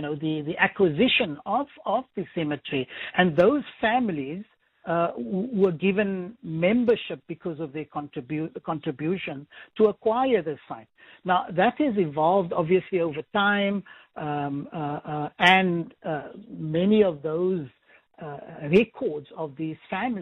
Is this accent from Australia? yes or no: no; Cape Town, Western Cape, South Africa; I was born and raised in Salt River, a walking distance from the cemetery. It's less than a kilometer from the cemetery